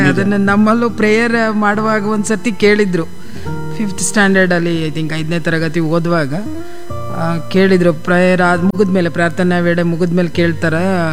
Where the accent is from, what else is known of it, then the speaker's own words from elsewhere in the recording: Konanur, Karnataka, India; also born or lived in Mallipatna; now in Belagavi, India; ನಾನು ಹಾಸನ ಜಿಲ್ಲೆಯಲ್ಲಿ ಕೊಣನೂರು ಅಂತ ಒಂದು ಗ್ರಾಮ ಇದೆ ರೀ, ಗಡಿ ಗ್ರಾಮ ಅದು ಕೊಣನೂರು. ಅದು ಕೊಡಗು ಮತ್ತು ಮೈಸೂರಿಗೆ ಅಂಟಿಕೊಂಡಂಗೆ ಕೊನೆ ಗ್ರಾಮ ಅದು ನಮ್ಮ ಜಿಲ್ಲೆಗೆ. ಅಲ್ಲಿ ಹುಟ್ಟಿದ್ದು.